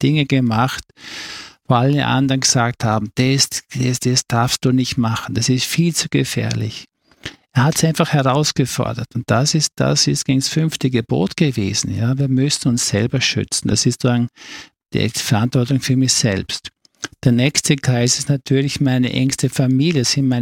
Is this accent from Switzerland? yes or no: no; Vorarlberg, Austria; moved away; ich war zu Hause in meiner Heimat und bin ein Vorarlberger